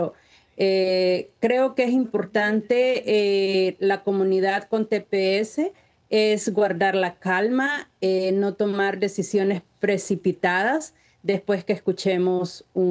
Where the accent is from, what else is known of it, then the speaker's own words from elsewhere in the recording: El Salvador; now in United States; en lo personal también tengo TPS, soy de El Salvador